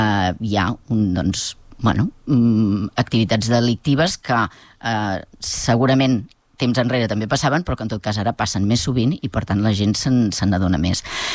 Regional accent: Molins de Rei, Catalonia, Spain

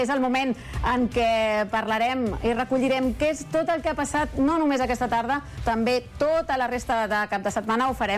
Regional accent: Badalona, Catalonia, Spain; És emocionant, és emocionant pels que som de Badalona, pels que vivim al bàsquet, veure això doncs fa molta il·lusió.

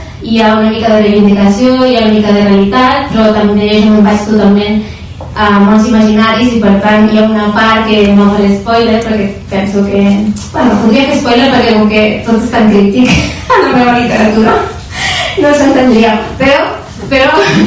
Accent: Barcelona, Catalonia, Spain; Jo soc de Nou Barris

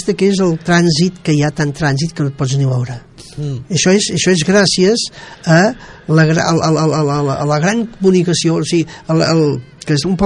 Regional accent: Sabadell, Catalonia, Spain; Jo sóc de Sabadell.

